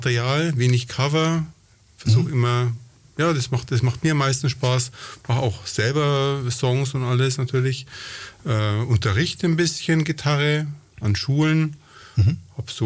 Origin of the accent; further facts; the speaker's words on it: Nuremberg, Bavaria, Germany; born there; also born or lived in Ingolstadt